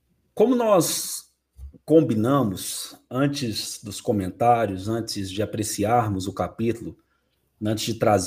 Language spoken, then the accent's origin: Portuguese; Minas Gerais, Brazil